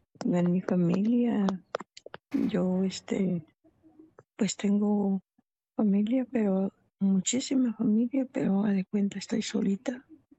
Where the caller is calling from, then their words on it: Michoacán, Mexico; soy de Michoacán.